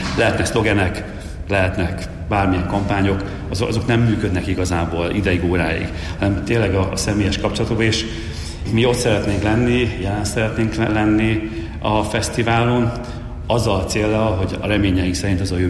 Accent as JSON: {"language": "Hungarian", "town": "Miskolc", "region": "Borsod-Abaúj-Zemplén", "country": "Hungary", "said": "mi nagyon büszkék vagyunk arra, hogy miskolciként ezt tesszük"}